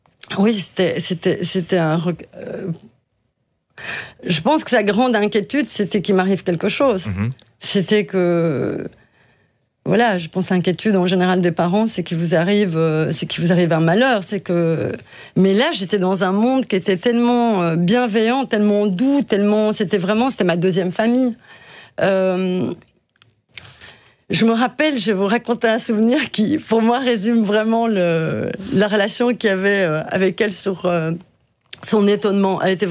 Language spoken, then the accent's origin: French; Brussels, Brussels-Capital Region, Belgium; Moi, je viens de Kokkelberg et Molenbeek.